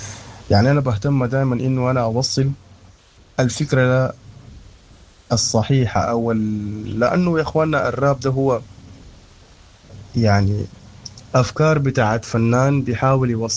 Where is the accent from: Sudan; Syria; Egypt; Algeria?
Sudan; فأنا ما رابر أمريكي ولا أنا رابر يعني بريطاني ولا أنا رابر أيا كانت الدولة، أنا رابر سوداني.